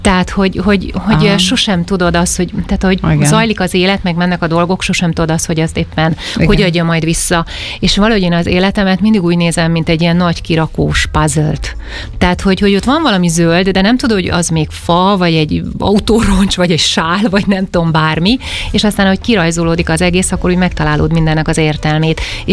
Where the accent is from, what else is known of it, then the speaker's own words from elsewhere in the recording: Nagygalambfalva, Harghita, Romania; now in Budapest, Hungary; Székelyföldről származom, pontosan Nagygalambfalváról, ott élnek a szüleim.